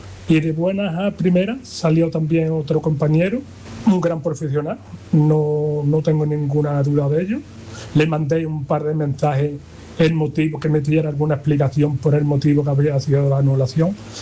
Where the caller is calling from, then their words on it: Brenes, Andalusia, Spain; de Brenes